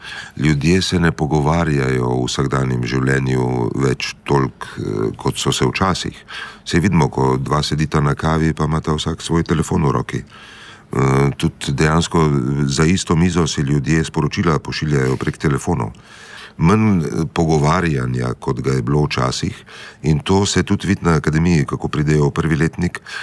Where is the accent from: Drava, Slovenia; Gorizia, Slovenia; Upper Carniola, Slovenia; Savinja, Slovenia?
Gorizia, Slovenia; Vipava Valley; jaz izhajam z Vipavske doline